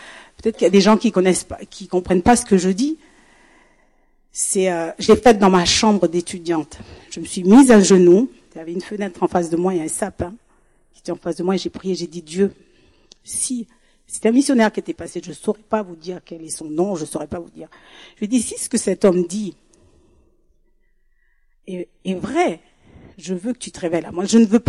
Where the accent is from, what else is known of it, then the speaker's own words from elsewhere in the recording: New Caledonia; moved away as an adult; Je viens de la Nouvelle-Calédonie, j'ai oublié de vous me présenter. Je n'ai pas grandi ici, donc je suis arrivée ici, j'avais 26 ans.